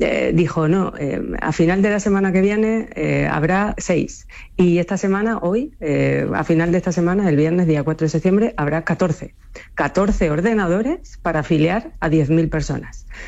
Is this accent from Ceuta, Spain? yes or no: yes; Ceuta, Spain